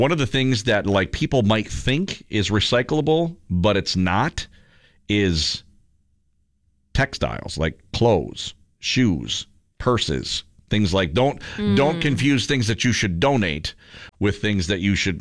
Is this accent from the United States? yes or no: yes; Midwest, United States; we're all from the Midwest, so who doesn't have a bag of bags at their house right now?